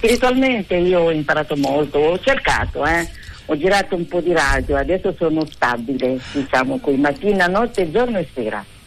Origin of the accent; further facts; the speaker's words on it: DR Congo; Italian is a second language; now in Pesaro, Italy; Sì, sono della Repubblica Democratica del Congo, del Sud, diciamo. Sono dall'88, adesso quanti anni sono che sono qui non lo so, quasi 40 anni.